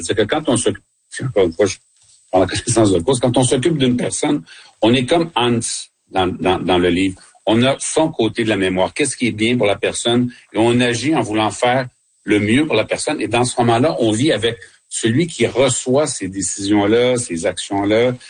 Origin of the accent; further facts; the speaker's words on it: Quebec, Canada; c'est pas le système qu'on a chez nous au Québec, ça c'est clair.